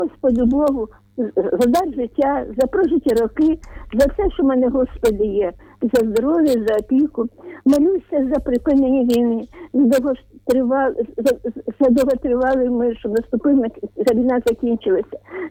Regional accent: Zaporizhzhia Oblast, Ukraine; південь України, моє рідне Запоріжжя.

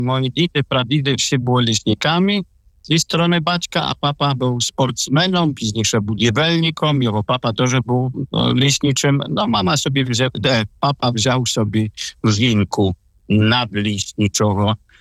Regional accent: Gdańsk, Pomeranian Voivodeship, Poland; also born or lived in Gdynia; Народився я в Гдині, жив ціле життя, 15 років свого життя в Гданську.

